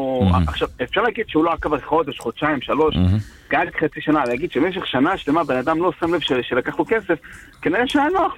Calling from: Elad, Central District, Israel; אני מאלעד.

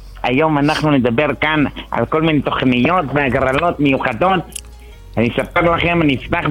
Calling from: Rehovot, Central District, Israel

